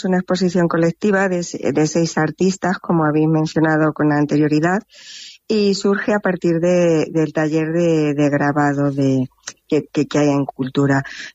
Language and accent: Spanish; Castilla-La Mancha, Spain; yo creo que a los ancestros de toda la gente que somos manchegas, que es del trabajo en el campo